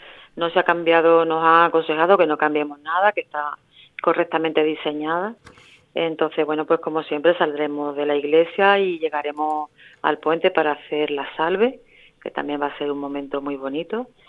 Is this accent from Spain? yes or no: yes; Spain; como súper españoles que somos.